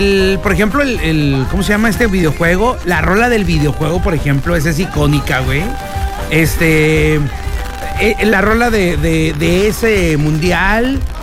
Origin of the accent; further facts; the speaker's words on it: Mexico; ¡Hoy somos mexicanos!